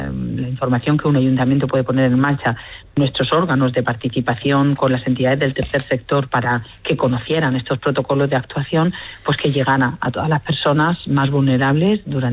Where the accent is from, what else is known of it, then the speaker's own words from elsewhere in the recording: Murcia, Region of Murcia, Spain; las personas que vivimos en Murcia, que somos murcianos...